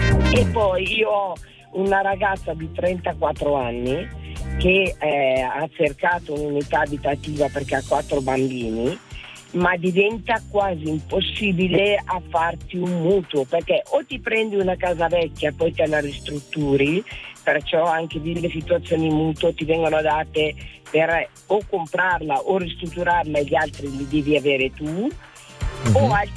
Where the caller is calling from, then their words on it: Trentino-Alto Adige, Italy; Io chiamo da Val di Non, vicino Madonna di Campiglio.